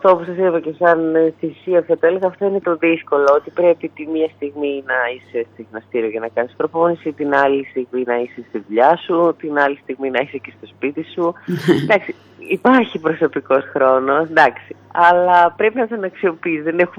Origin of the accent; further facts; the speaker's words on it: Athens, Attica, Greece; Ζω στην Αθήνα, να φανταστείτε. Μεγάλωσα βασικά στην Αθήνα.